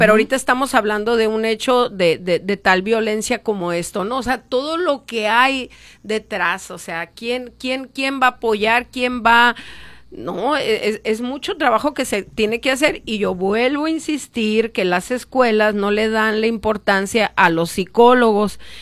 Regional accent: Mexico; ¿Y qué nos está pasando como sociedad mexicana?

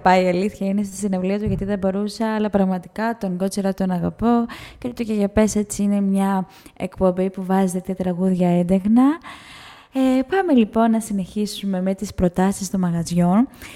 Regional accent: Kalamata, Peloponnese, Greece; moved away; το Πάσχα είχα πάει με τις φίλες μου στην Καλαμάτα, επειδή είμαι από Καλαμάτα

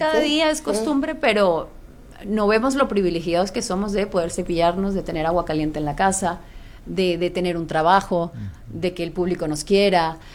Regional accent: Venezuela; moved away as an adult; now in Miami, United States; ya la situación en mi país, Venezuela, empezó a ponerse muy fea.

